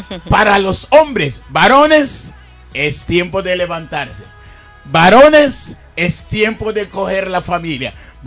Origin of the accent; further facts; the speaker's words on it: San Andrés, San Andrés and Providencia, Colombia; Vengo de San Andrés, Isla del Mar de los Siete Colores, el segundo Edén.